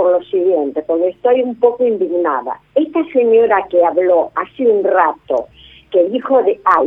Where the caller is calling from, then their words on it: Argentina; de Devoto